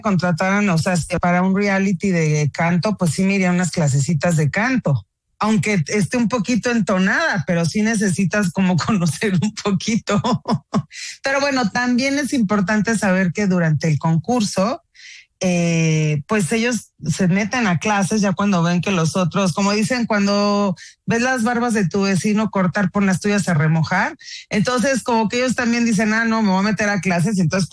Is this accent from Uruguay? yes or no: no; Mexico